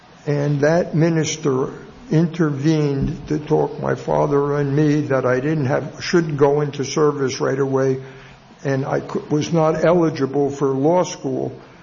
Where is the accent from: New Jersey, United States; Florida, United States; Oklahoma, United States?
New Jersey, United States; Newark; I grew up in Newark, New Jersey. My father was a lawyer. It was the Depression. I went to high school there.